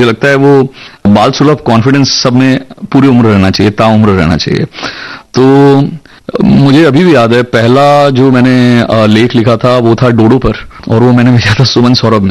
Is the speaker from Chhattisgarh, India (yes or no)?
yes; Bhilai, Chhattisgarh, India; एक दशमेश लाइब्रेरी करके हमारे शहर में लाइब्रेरी हुआ करती थी भिलाई में, गोल मार्केट में, बहुत बड़ी लाइब्रेरी थी।